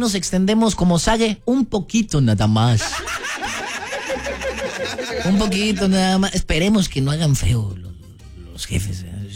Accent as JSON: {"language": "Spanish", "town": "Córdoba", "region": "Veracruz", "country": "Mexico", "also_born_or_lived": "Orizaba", "said": "Y corrección, no soy de Orizaba, soy de Cordobaches, de la hermosa ciudad de los 29 caballeros. Eran 30, pero como me vine a vivir para acá, nada más se quedaron 29 allá. Pero también viví en Orizaguas bastante tiempo."}